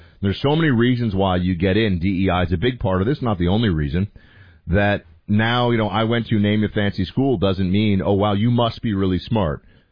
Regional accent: New York City, New York, United States; I grew up in New York City, but I got to college, and I was like, what is that thing?

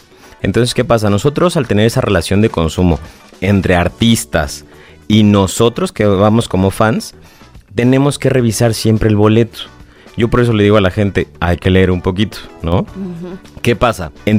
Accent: Mexico

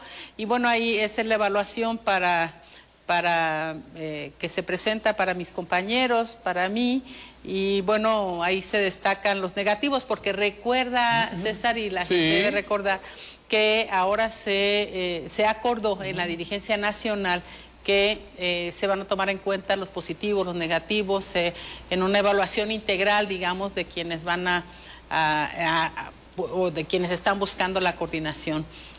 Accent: Michoacán, Mexico; le dedico a las mujeres de mi tierra, a las mujeres de la Tierra Caliente y la Sierra Costa de Michoacán

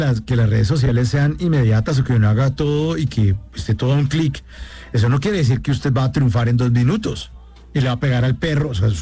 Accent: Bogotá, Colombia; Porque yo, o sea, si no es que yo soy Rolo, soy bogotano

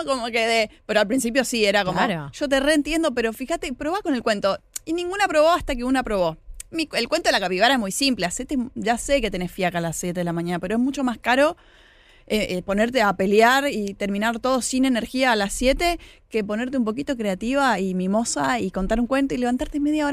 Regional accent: Oberá, Misiones, Argentina; yo vengo de Oberá

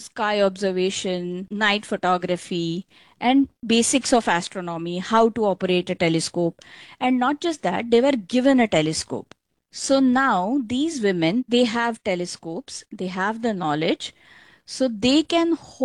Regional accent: Mumbai, Maharashtra, India; First of all, being a city girl, I'm born and brought up in Mumbai.

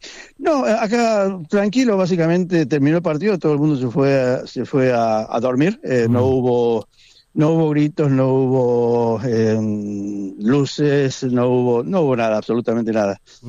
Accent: Argentina; Yo creo que a España hay solamente un equipo que le puede ganar, y ese equipo somos nosotros, Argentina.

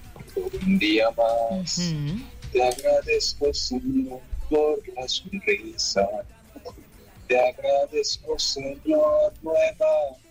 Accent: Sevilla, Valle del Cauca, Colombia; soy oriundo de Sevilla Valle.

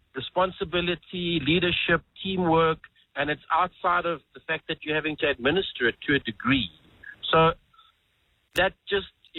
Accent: South Africa; also born or lived in Johannesburg; In coastal areas, when I was a kid growing up, we moved from Joburg down there, and I got into surfing, and I would surf all day, every day, as much as I could.

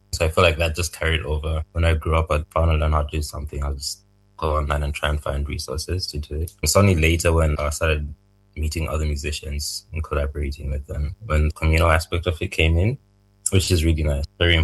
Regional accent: Malawi; moved away as an adult; also born or lived in Zambia; I'm Zambian. Both my parents are Zambian, and then I grew up in Malawi. I moved here when I was 19 or 20.

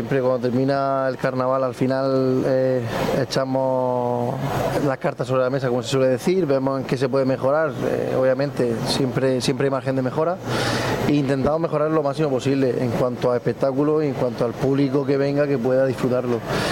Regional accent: Águilas, Region of Murcia, Spain; los que somos de Águilas ya desde pequeñicos empezamos con el tema del carnaval

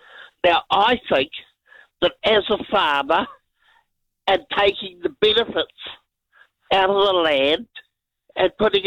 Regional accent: Puhokio, Hawke's Bay, New Zealand; I'm from Buhaka, northern Hawke's Bay.

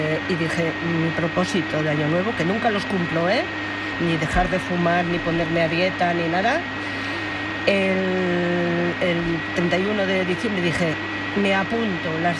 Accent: Muskiz, Basque Country, Spain

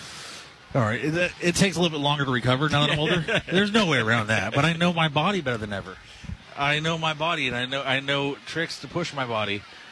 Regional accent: Vallejo, California, United States; also born or lived in San Jose, California; I grew up in Vallejo, California

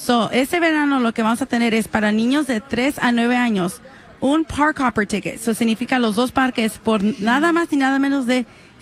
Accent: Long Beach, California, United States; now in Santa Ana, United States; Tengo como 6 años viviendo en Santa Ana, pero soy del Long Beach originalmente. Ahí es donde fui.

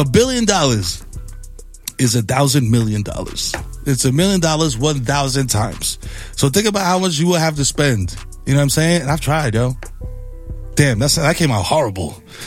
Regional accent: New York, United States; I'm from the Bronx. I play East Tremont.

